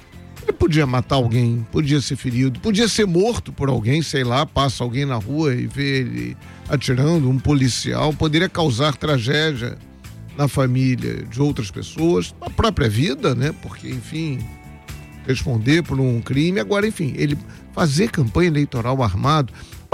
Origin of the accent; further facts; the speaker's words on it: Brazil; Todos nós somos brasileiros